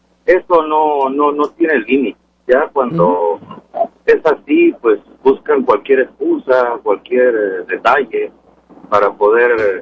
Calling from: Lakewood, Washington, United States; yo vivo en Leywood, en el otro lado de la American Lake.

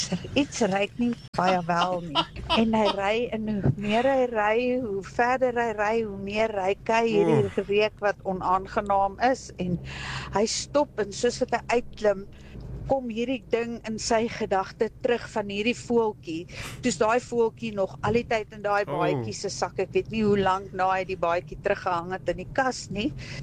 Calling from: Pretoria, Gauteng, South Africa; ek is van Pretoria.

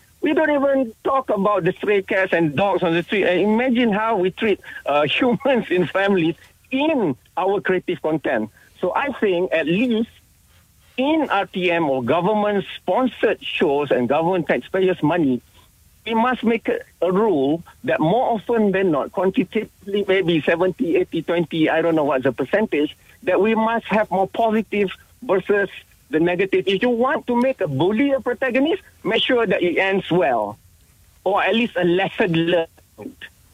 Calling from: Malaysia; I'm a Malaysian

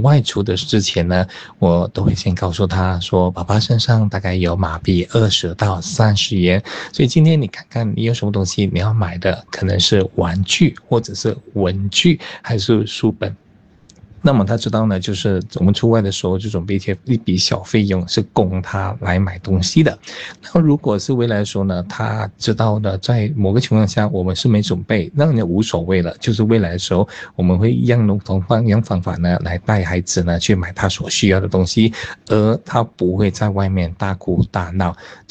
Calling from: Kuala Lumpur, Malaysia

